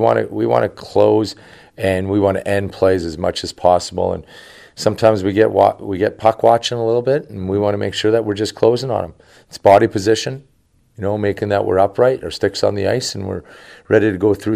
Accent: Western Canada, Canada; also born or lived in Boston; now in Northern California, United States; we grew up in Western Canada

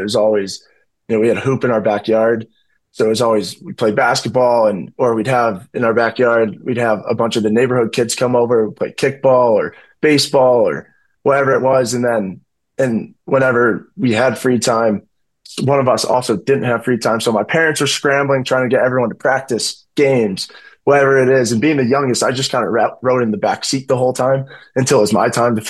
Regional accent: Chicago, Illinois, United States; You know, I'm from Chicago. I'm a diehard Bears fan.

